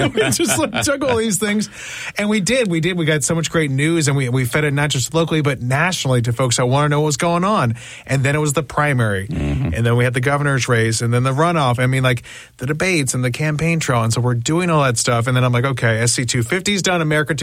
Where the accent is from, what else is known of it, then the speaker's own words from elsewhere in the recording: South Carolina, United States; I'm like, oh, I'm from South Carolina.